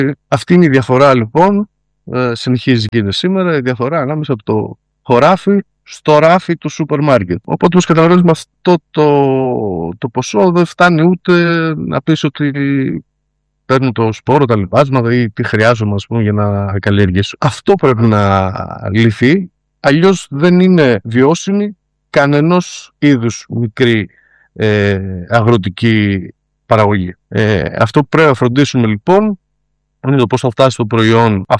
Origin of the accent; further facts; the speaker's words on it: Trikala, Thessaly, Greece; στην πόλη μου, στα Τρίκαλα